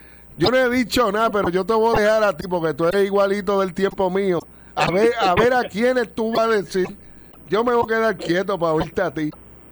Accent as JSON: {"language": "Spanish", "town": "Añasco", "country": "Puerto Rico", "said": "yo soy añasqueño"}